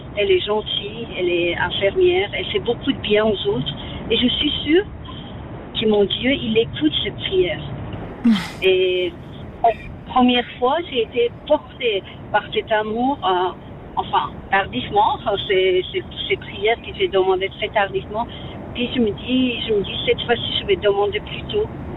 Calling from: Saint-Maurice, Valais, Switzerland; J'y vais jusqu'à ma petite chez moi, à Saint-Maurice. Là où je suis. Pas loin, je suis à Aigle, j'étais à Lausanne.

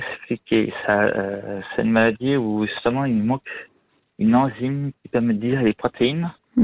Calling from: Lausanne, Vaud, Switzerland; depuis Lausanne.

